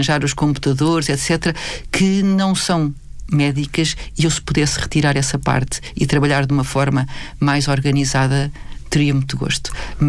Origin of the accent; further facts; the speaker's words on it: Lisbon, Portugal; Então, eu fui nascida e criada em Lisboa, mesmo no centro, na zona do Rato, do Largo do Rato